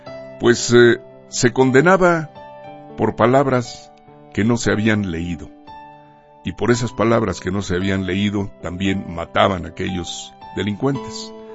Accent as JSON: {"language": "Spanish", "country": "Mexico", "said": "estamos pagando en México"}